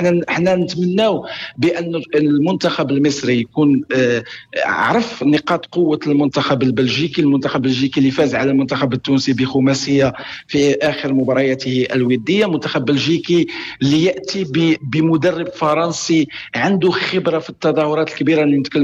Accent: Morocco; احنا ربما كمغاربة

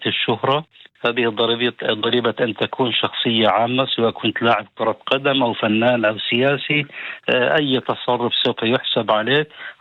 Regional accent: Palestine; هذا أمر نتعرض له كفلسطينيين بشكل يومي

